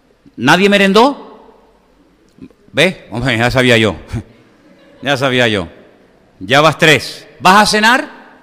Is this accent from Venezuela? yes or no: yes; Venezuela; moved away; Yo me crié en mi infancia en Venezuela y vivíamos de maravilla.